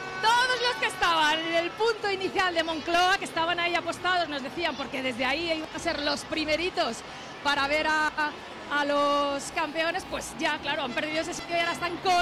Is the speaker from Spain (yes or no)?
yes; Spain; Yo soy español, campeones, campeones.